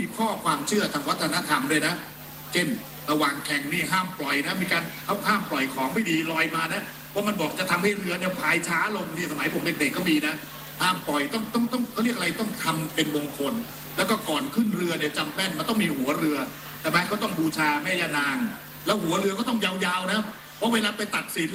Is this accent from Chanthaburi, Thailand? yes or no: yes; Chanthaburi, Thailand; ผมเกิดที่ริมน้ำจังหวัดจันทบุรีแล้วก็ผูกพันกับสายน้ำนะผมยังจำได้ว่าตอนเด็กๆเนี่ยก็ไปเชียร์เรือนะ